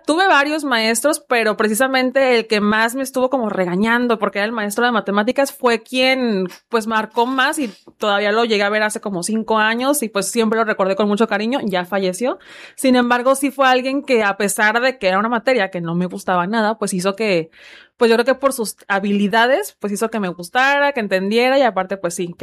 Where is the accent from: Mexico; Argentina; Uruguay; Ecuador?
Mexico; Manzanillo, Colima; todas y todos los manzanillenses